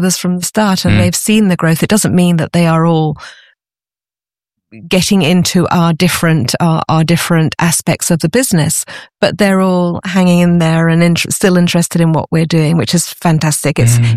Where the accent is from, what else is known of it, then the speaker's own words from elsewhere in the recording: United Kingdom; now in France; I'm British originally, and I sometimes antique in hunt in England, but it's a very different style.